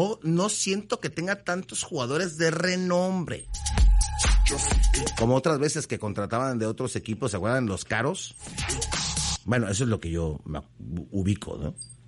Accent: Veracruz, Mexico; Yo soy de Veracruz, papi. Yo soy de la Riviera Veracruzana.

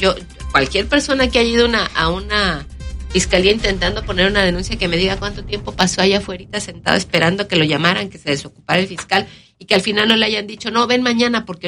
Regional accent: Mexico; así somos los mexicanos

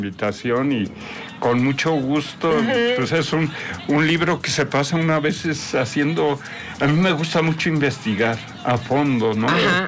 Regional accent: Teziutlán, Puebla, Mexico; born there; Nací en Teziutlán, Puebla.

